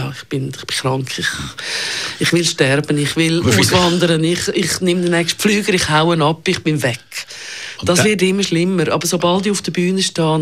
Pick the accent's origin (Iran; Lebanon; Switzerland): Switzerland; Zurich; Also ich kenn, man muss wissen, ich bin im Niederdorf aufgewachsen.